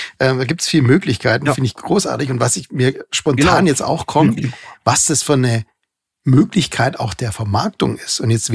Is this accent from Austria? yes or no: no; Swabia, Germany; ich komme ja aus dem Schwabeländle